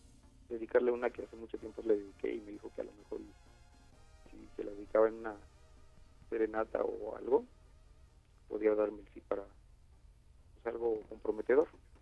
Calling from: Tultepec, State of Mexico, Mexico; Soy de Tultepec.

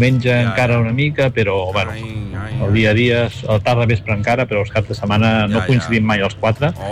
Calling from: Vilafranca del Penedès, Catalonia, Spain; de Vilafranca.

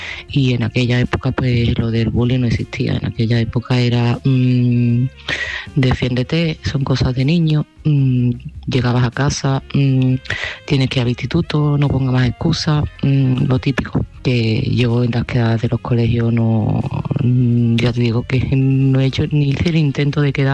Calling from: Seville, Andalusia, Spain; de Sevilla y este mensaje va para Lola.

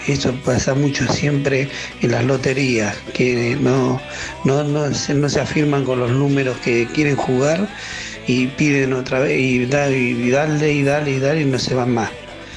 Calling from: Buenos Aires, Argentina; del barrio Saavedra.

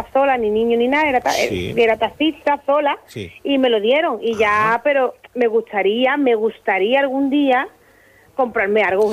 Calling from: Andalusia, Spain

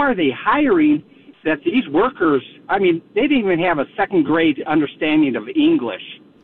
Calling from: Spring Hill, United States

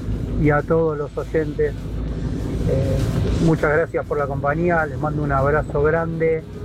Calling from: Temperley, Buenos Aires Province, Argentina; de Temperley

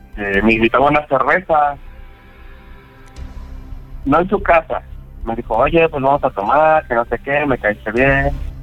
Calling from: Mexico City, Mexico; yo soy de Iztapalapa.

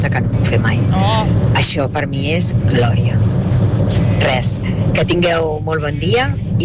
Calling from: Girona, Catalonia, Spain; de Girona.

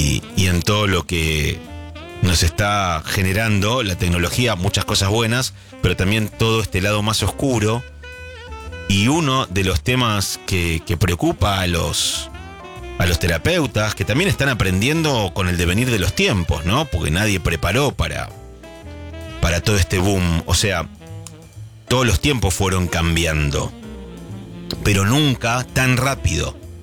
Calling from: Pacheco, Buenos Aires, Argentina; soy de Pacheco.

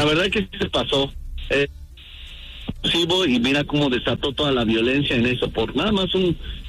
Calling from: Phoenix, Arizona, United States; Aquí de Phoenix, Arizona.

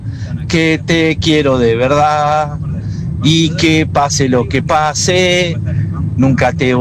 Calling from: Ramos Mejía, Buenos Aires Province, Argentina; de Ramos Mejía

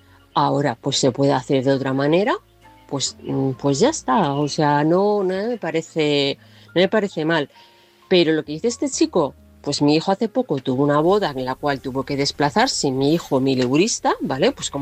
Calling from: Toledo, Castilla-La Mancha, Spain

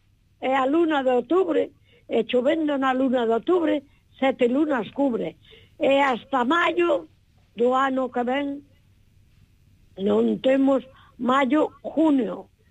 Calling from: Pontevedra, Galicia, Spain; Llamo desde Pontevedra. Mm. De Estribela, del Marco de Lourizán.

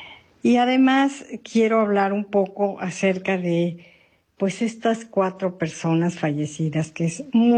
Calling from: Quintana Roo, Mexico; desde Quintana Roo.

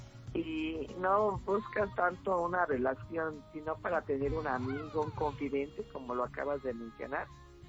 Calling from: Cuautitlán Izcalli, State of Mexico, Mexico; Mira, yo soy de Cuautitlán, Izcalli.

